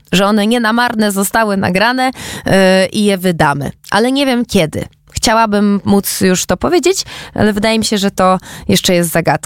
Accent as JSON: {"language": "Polish", "town": "Warsaw", "region": "Masovian Voivodeship", "country": "Poland", "said": "o Warszawę się nie boję, bo jestem stąd"}